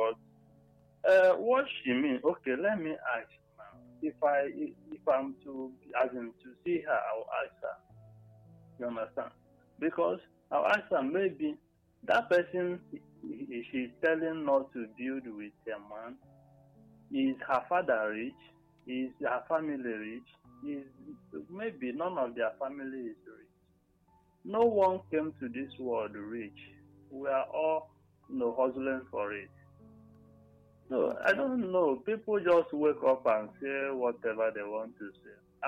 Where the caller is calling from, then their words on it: Enugu, Enugu State, Nigeria; Good evening. … from Enugu.